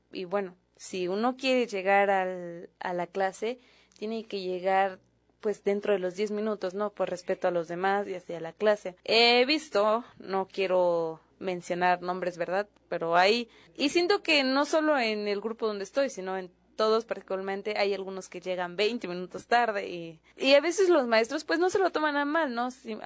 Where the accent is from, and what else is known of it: Mexico